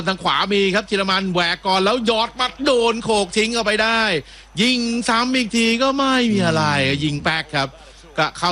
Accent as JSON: {"language": "Thai", "region": "Bangkok", "country": "Thailand", "lives_now": "Samut Prakan, Thailand", "said": "ไม่เป็นสมุทรปราการเลยไม่กรุงเทพแล้วเมื่อก่อนเป็นคนกรุงเทพ"}